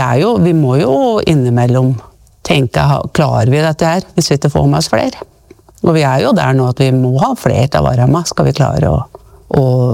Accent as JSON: {"language": "Norwegian", "town": "Reinsvoll", "region": "Innlandet", "country": "Norway", "tie": "born or raised there", "said": "Husker du når jeg vokste opp på Reinsvoll her, så var det jo."}